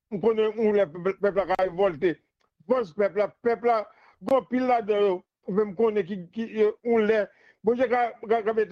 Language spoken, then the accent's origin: French; Haiti; Moi, je suis d'Haïti.